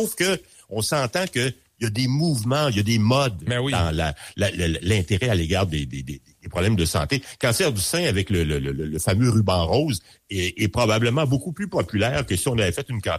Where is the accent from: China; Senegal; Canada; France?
Canada; Quebec; chez nous au Québec